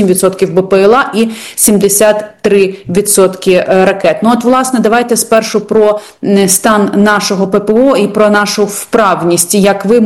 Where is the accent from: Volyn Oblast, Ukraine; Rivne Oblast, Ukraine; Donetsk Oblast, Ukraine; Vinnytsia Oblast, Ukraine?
Volyn Oblast, Ukraine; Lutsk; now in Kyiv Oblast, Ukraine; мій рідний Луцьк